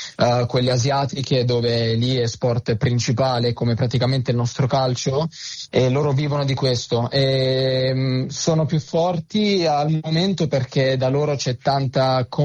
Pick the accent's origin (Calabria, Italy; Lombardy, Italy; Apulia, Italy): Apulia, Italy; Santeramo in Colle; ho iniziato da molto giovane, quando avevo più o meno 7 anni, ovviamente per divertimento qua nel mio paese a San Teramo in Colle.